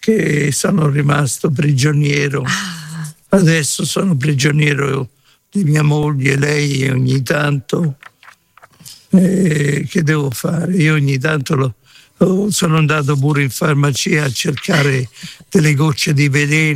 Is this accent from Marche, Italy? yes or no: yes; Macerata, Marche, Italy; born there; now in Rome, Italy; io facevo il chierichetto da ragazzino quando stavo a Macerata. Poi quando sono venuto a Roma